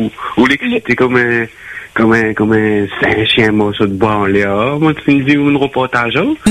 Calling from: France; J'habite en France, moi.

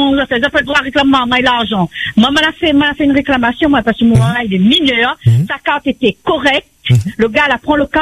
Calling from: Réunion; Moi, je suis à lycée Plateau. Je suis de Belmen, je prends le car moulant.

